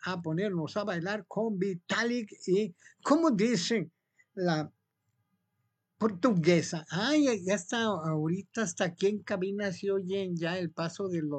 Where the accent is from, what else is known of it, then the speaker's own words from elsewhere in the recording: Mexico; todos los que somos mexicanos